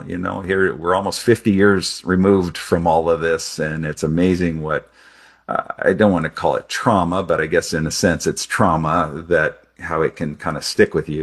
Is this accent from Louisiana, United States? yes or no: yes; New Orleans, Louisiana, United States; born there; And so he moved us there, and that's where I was born. I was born in New Orleans.